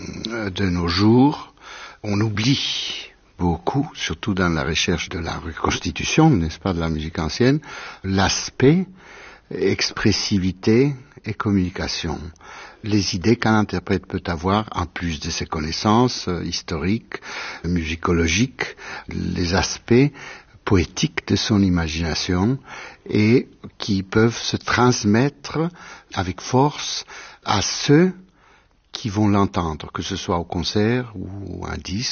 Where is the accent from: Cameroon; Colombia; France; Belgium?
Colombia; malheureusement, il n'y avait pas de clavecin chez nous, en Colombie, à l'époque.